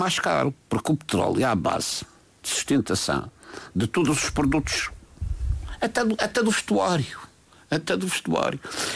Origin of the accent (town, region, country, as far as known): Portugal